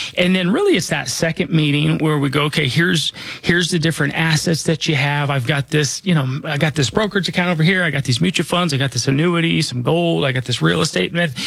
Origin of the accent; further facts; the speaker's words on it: Denver, Colorado, United States; You know, my background is, we haven't talked about that in a while, but you know, I was born and raised here in Denver. I went to Holly Hills Elementary School over close to Hamden and I-25. That's where I grew up.